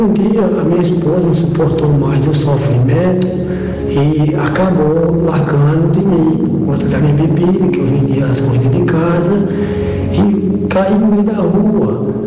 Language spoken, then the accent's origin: Portuguese; São Bento do Una, Pernambuco, Brazil; Eu sou da cidade de São Bento do Una.